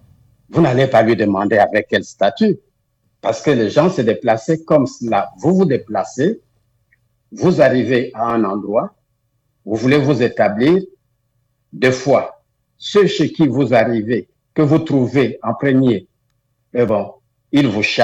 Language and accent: French; Kwilu, DR Congo; moi, je suis du Kwilu. Chez moi, au Kwilu, on ne s'identifie pas comme des Bakongo.